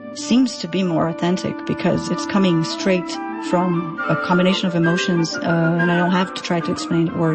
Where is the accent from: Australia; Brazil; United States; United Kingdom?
Brazil; English is a second language; I am from Brazil, and I grew up in the 80s and 90s, pre-internet, in a time when being queer, it was really, really difficult.